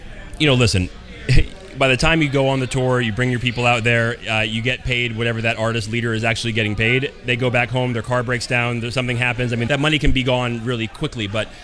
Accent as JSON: {"language": "English", "region": "Florida", "country": "United States", "said": "I'm from South Florida, all the way down to the bottom."}